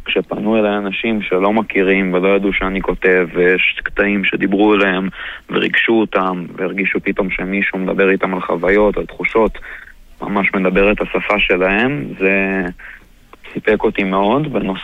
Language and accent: Hebrew; Ra'anana, Central District, Israel; בן 25, מרעננה